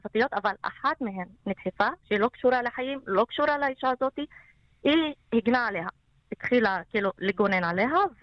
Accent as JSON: {"language": "Hebrew", "town": "Tayibe", "region": "Central District", "country": "Israel", "first_language": "Arabic", "second_language": "Hebrew", "said": "من مدينه الطيب المثلث سايبات 36"}